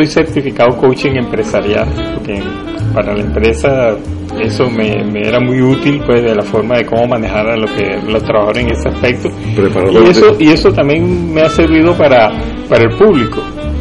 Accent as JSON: {"language": "Spanish", "country": "Venezuela", "moved": "yes", "lives_now": "Catalonia, Spain"}